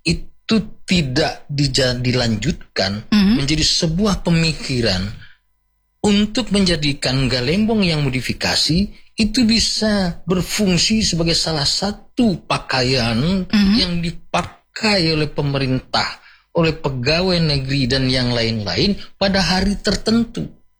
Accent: West Sumatra, Indonesia; Kalau kita punya jati diri sebagai orang Minang, kita kenali, lalu kita cintai, dan kita banggakan.

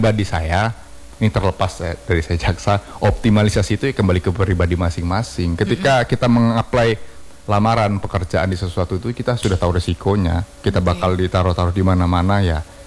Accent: Padang, West Sumatra, Indonesia; moved away; saya orang Padang.

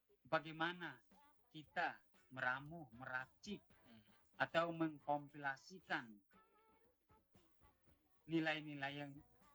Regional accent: East Nusa Tenggara, Indonesia; Nah, satu tantangan terbesar juga kebiasaan kita orang Dawan Timur, khususnya dalam hal ini dari mohon maaf dari kota ya Kepa

